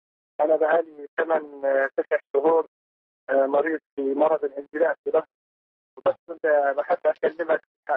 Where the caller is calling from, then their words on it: Iraq; من العراق.